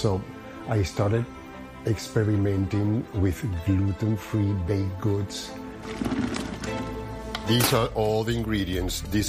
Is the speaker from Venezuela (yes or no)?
yes; Venezuela; now in Brooklyn, United States; I am the owner of Everybody Eats, gluten-free bakery in Brooklyn, New York. I came from Venezuela, running away from the bad political situation